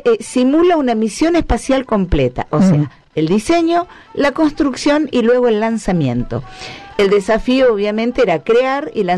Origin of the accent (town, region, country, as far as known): Argentina